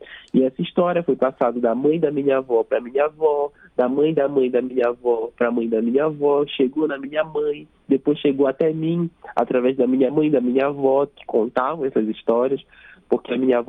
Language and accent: Portuguese; Cachoeira do Arari, Pará, Brazil; A minha infância foi em Cachoeira do Arari, na Ilha do Marajó, cercada por esse verde, cercada pelos bichinhos da floresta, pelos peixes, pelos animais.